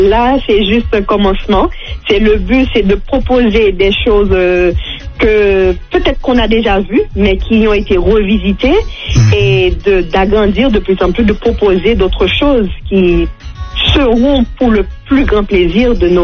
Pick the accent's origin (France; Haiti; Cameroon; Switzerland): Haiti; je suis haïtienne.